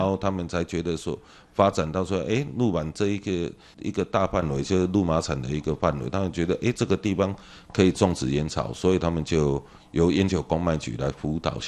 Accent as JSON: {"language": "Chinese", "region": "Chiayi County", "country": "Taiwan", "tie": "born or raised there", "said": "是回来这边住啊，因为路程的关系就是大概也不长也不远，因为可能就是从小在这边住习惯了，变成去住市区住不习惯"}